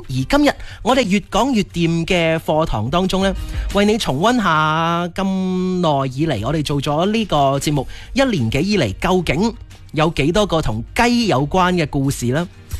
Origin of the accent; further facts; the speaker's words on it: Guangdong, China; 对我哋广东人嚟讲咧，真系无孔不入啊！